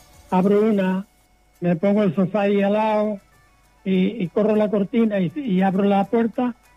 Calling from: Barcelona, Catalonia, Spain; Aquí de Rambla, aquí en La Verneda.

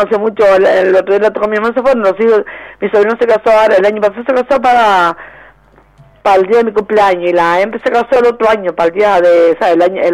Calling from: Las Palmas de Gran Canaria, Canary Islands, Spain; Yo soy de Las Palmas

